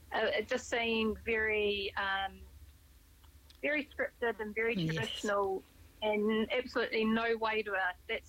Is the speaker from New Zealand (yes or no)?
yes; Christchurch, Canterbury, New Zealand; Some amazing miracles happened in my parents' life and in my life as a young girl growing up in Christchurch.